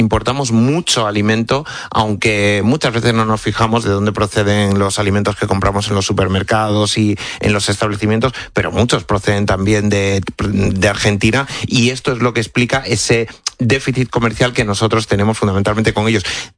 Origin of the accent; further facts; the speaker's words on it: Cáceres, Extremadura, Spain; Yo, por ejemplo, que soy de Cáceres, que soy de Extremadura